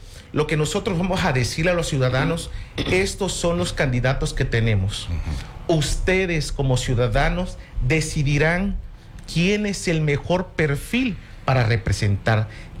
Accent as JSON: {"language": "Spanish", "country": "Mexico"}